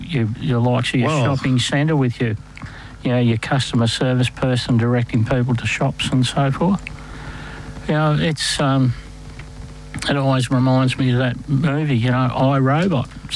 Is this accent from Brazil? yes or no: no; Australia; as an Australian citizen, well, this is fact, they've got to let you back into the country